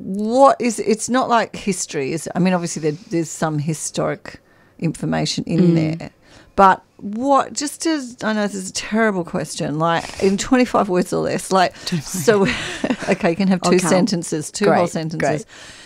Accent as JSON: {"language": "English", "town": "Perth", "region": "Western Australia", "country": "Australia", "tie": "born or raised there", "said": "I'm an Australian. What do they call it? A sand groper."}